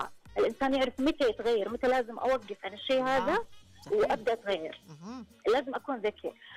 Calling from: Taif, Makkah Province, Saudi Arabia; أنا من الطائف

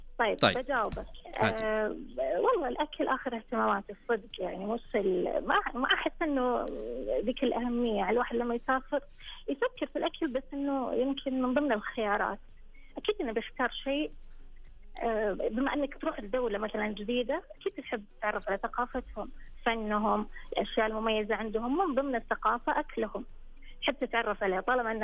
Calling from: Taif, Makkah Province, Saudi Arabia; مدينة من الطايف.

